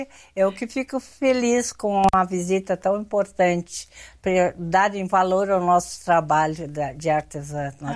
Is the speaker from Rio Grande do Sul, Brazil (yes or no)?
yes; Pinheiro Machado, Rio Grande do Sul, Brazil; born there; Eu nasci na campanha. É. Eu nasci em Pinheiro Machado. No município de Pinheiro Machado, na casa da minha avó.